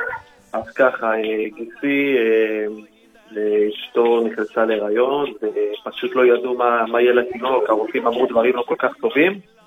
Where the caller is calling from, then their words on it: Central District, Israel; אני מהמרכז.